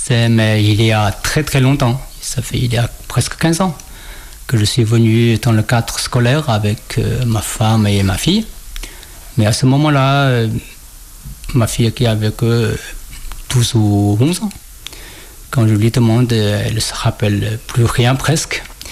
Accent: Shaanxi, China; French is a second language; now in Wujiang, China; mon pays natal, qui n'est pas à Wujian, qui est dans la région de Xi'an.

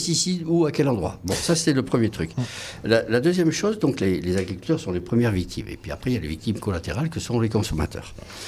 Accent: Landes, Nouvelle-Aquitaine, France; moved away; moi je viens des Landes, les Landes en bas à gauche sur la carte de France.

